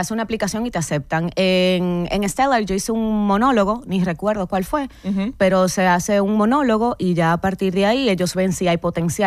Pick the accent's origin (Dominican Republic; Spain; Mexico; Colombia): Dominican Republic; moved away as an adult; also born or lived in Los Angeles, United States; Y esto es una plaza que es mi país y es donde también, o sea, donde yo pertenezco. Yo nunca voy a ser extranjera en mi país.